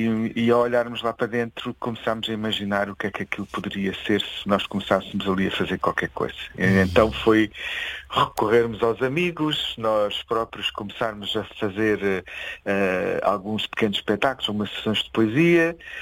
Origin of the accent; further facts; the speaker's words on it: Covilhã, Centro, Portugal; Não, eu sou ali perto de Ceia, exatamente. Perto de Ceia, sou da zona da Beira Baixa, sou da Covilhã.